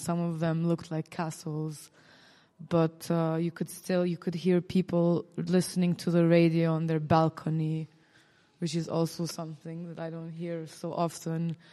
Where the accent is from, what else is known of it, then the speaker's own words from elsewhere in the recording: Pristina, Kosovo; I grew up in Pristina, so I experienced the sound walk differently